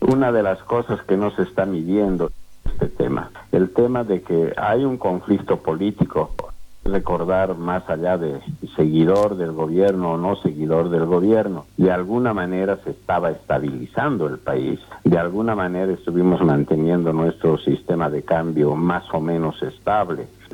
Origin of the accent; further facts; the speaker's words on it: Bolivia; nosotros como bolivianos y bolivianas